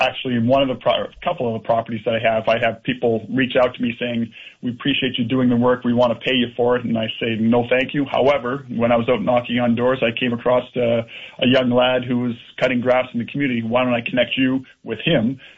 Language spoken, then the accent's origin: English; Nova Scotia, Canada; moved away; I'm originally from Nova Scotia. I don't know if that means anything. Normally means I'm a little chattier than other folks.